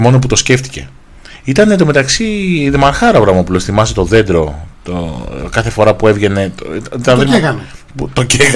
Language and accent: Greek; Eastern Macedonia and Thrace, Greece; Το χωριό μου είναι ακριβώς απέναντι από τη Θάσο